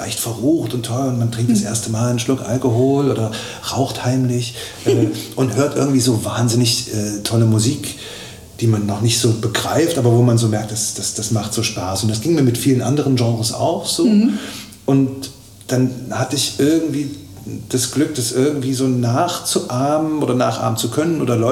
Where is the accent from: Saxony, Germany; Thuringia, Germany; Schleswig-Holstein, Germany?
Thuringia, Germany; Rudolstadt; ich habe auch früh als Kind am Chor in der Schule, es gibt ja hier auch einen tollen Chor in Rudolstadt